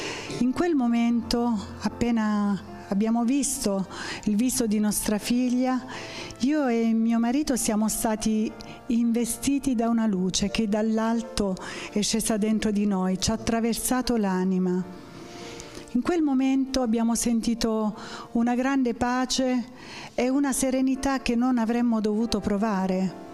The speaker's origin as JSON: {"language": "Italian", "region": "Calabria", "country": "Italy", "said": "io sono calabrese"}